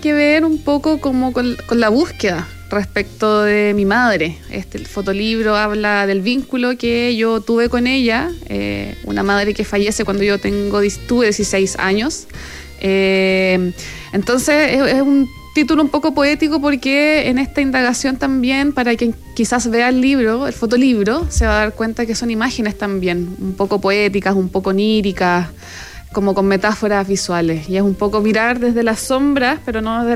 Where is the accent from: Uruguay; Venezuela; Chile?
Chile; Valdivia, Los Ríos; born there; also born or lived in Puerto Montt; Valdivia, porque es mi ciudad natal hoy en día, donde vivo.